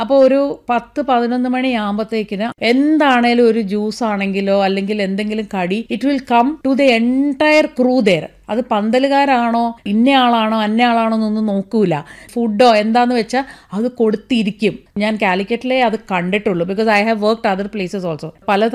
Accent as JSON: {"language": "Malayalam", "region": "Kerala", "country": "India", "said": "Actually മധ്യ തിരുവനന്തപുരത്തു നിന്നാണ് ഞാൻ വരുന്നത്. അപ്പോൾ കോട്ടയത്തെ ആ ഒരു ഭാഷാ രീതിയാണ് ഞാൻ അഡാപ്റ്റ് ചെയ്തത്."}